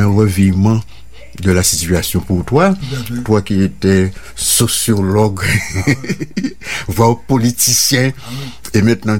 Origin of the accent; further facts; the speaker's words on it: Guadeloupe; puisque nous sommes Guadeloupéens, nous sommes Français.